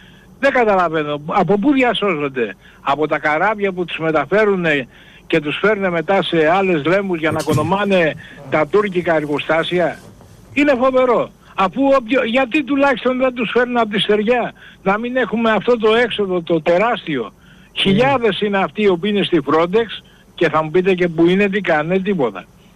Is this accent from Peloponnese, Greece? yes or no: yes; Peloponnese, Greece; Όχι μόνο θα ντρέπεστε εσείς οι Μακεδόνες, αλλά και εμείς οι Πελοποννήσιοι